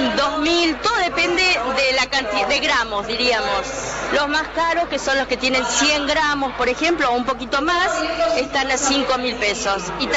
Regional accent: La Tordilla, Córdoba, Argentina

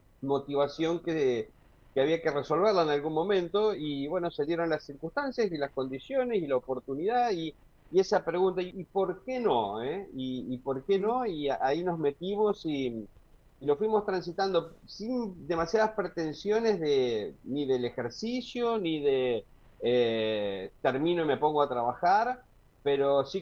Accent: Sunchales, Santa Fe, Argentina; yo soy de Sunchales

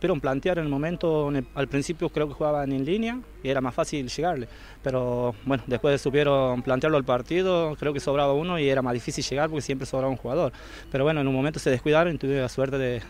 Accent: Fernández, Santiago del Estero, Argentina

